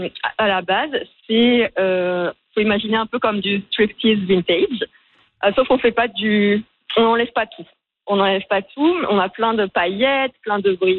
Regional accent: France; now in Canada; comme je suis française, installée au Canada

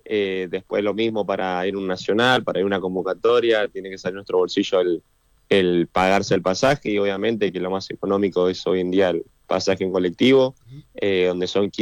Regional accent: Plottier, Neuquén, Argentina; moved away as an adult; now in Corrientes, Argentina; Mencionando Neuquén, bueno, nací en Plotier. Toda mi vida la hice en Neuquén. Tomé la decisión en 2023 venirme para Corrientes.

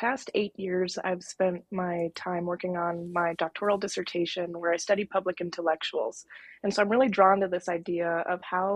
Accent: North Dakota, United States; moved away as an adult; also born or lived in New York; my home state of North Dakota, spent the last 8 years in New York

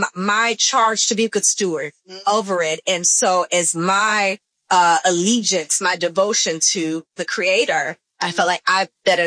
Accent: Spencer, Oklahoma, United States; I grew up in Spencer, Oklahoma, St. John's CME Methodist Church.

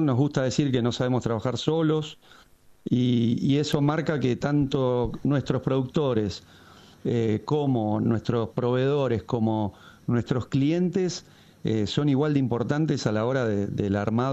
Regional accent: General Las Heras, Buenos Aires Province, Argentina; en el año 2003 decidí volver al pueblo

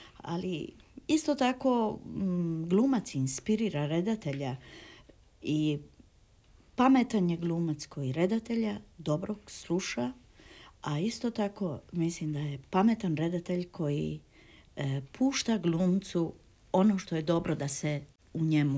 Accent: Dubrovnik, Dubrovnik-Neretva County, Croatia; moved away as an adult; Ja sam bila jedna mala provincijalka, došla sam iz Dubrovnika

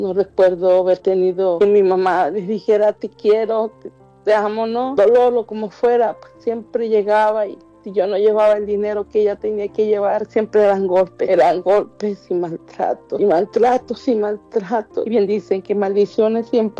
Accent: Ciudad Hidalgo, Michoacán, Mexico; Soy de Michoacán, de Ciudad Hidalgo, Michoacán. Tengo 52 años

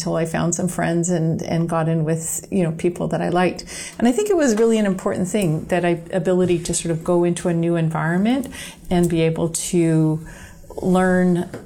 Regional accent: Kamloops, British Columbia, Canada; moved away; Growing up in Kamloops, I really thought I was good at French until I moved to the East Coast and realized there were actually people that could really speak French.

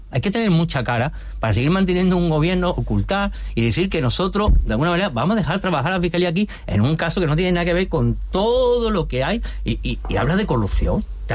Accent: Málaga, Andalusia, Spain

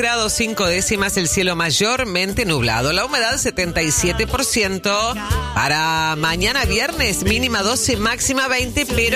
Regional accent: San Fernando, Argentina; Buenas tardes, acá escuchando el programa como todos los días. Soy de San Fernando.

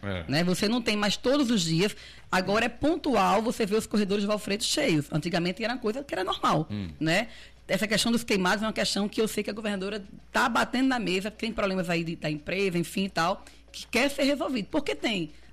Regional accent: Mossoró, Rio Grande do Norte, Brazil; Eu sou de Mossoró

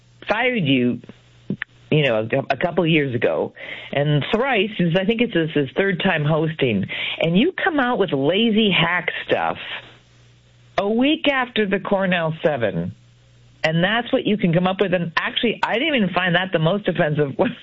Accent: Sault Ste. Marie, Ontario, Canada; born or raised there; also born or lived in Guelph

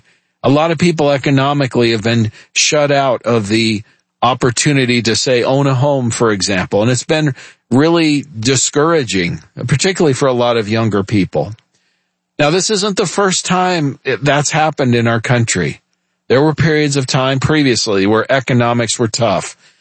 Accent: United States; born there; I've shared this often before, but I'm first-generation American. … is a Hungarian name. I was born here in the United States.

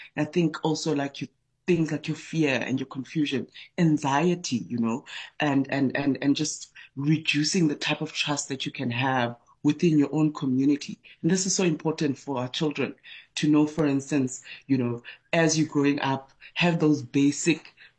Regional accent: Eastern Cape, South Africa; moved away; also born or lived in North West; I grew up in Eastern Cape, and then I then moved into your Northwest areas in terms of just as a young person.

